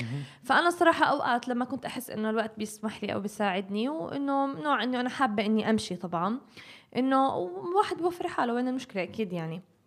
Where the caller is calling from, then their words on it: Palestine; كفلسطينيين عايشين برحمة ربنا